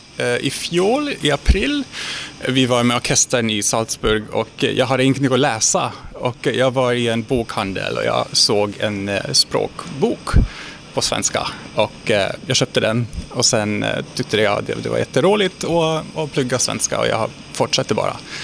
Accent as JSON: {"language": "Swedish", "town": "Cluj-Napoca", "region": "Cluj County", "country": "Romania", "tie": "born or raised there", "also_born_or_lived": "Austria / Germany", "first_language": "Hungarian and Romanian", "second_language": "Swedish", "moved": "as an adult", "lives_now": "Finland", "said": "Jag är uppvuxen i Cluj-Napoca i Rumänien, i Transylvanien. Och ja, det finns en ungerspråkig minoritet då. Mm. Det är lite samma sak som att vara finlandssvensk i Finland. Precis. Jag är Rumäniens ungrare kan man säga."}